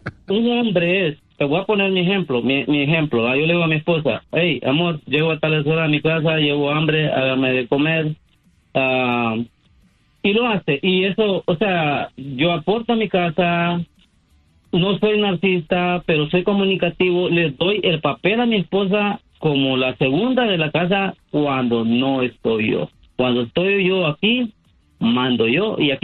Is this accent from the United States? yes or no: no; Honduras; Sí, soy hondureño.